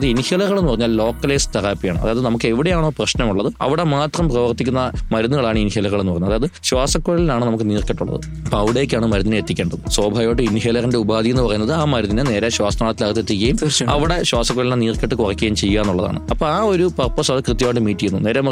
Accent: Kerala, India; ഞാൻ കുന്നുകൂടി സ്വദേശിയാണ്.

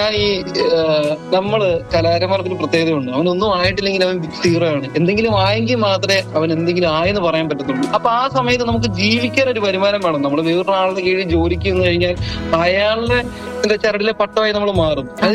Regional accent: Kottayam, Kerala, India; accent: Kottayam slang; also born or lived in Ernakulam; നമ്മുടെ കോട്ടയം സ്ലാങ്ങിലുള്ള പഴയ അച്ചായന്മാരൊക്കെ സംസാരിക്കുന്ന രീതിയിലുള്ള

